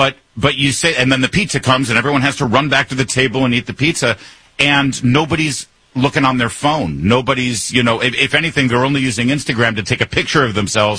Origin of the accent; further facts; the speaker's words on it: Detroit, Michigan, United States; so I grew up in Detroit, and so Domino's and Little Caesars was just sort of the regular neighborhood pizza joints.